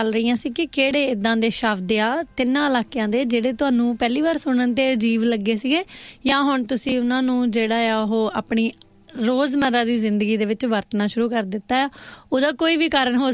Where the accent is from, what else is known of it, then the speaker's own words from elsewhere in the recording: Punjab, India; ਮੇਰੇ ਇਲਾਕੇ ਤੋਂ ਤਾਂ ਦੁਆਬੇ ਤੋਂ ਤਾਂ ਇੱਦਾਂ ਵੀ ਜਿਹਦੇ ਵਿੱਚ ਆਲੂ ਪੈਂਦੇ ਉਹ ਸਬਜ਼ੀ ਆ